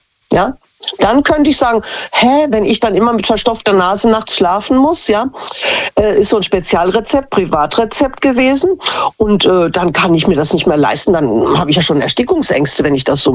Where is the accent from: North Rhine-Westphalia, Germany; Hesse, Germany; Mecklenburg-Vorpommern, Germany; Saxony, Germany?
Hesse, Germany; Ich habe dann auch eine Community, eine Frau kannte ich schon früher von Hessen, wo ich herkomme.